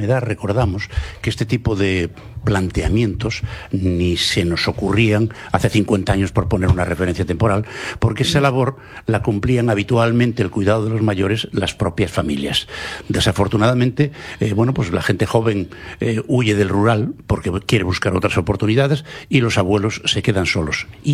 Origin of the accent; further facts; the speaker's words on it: Galicia, Spain; en mi tierra, en Galicia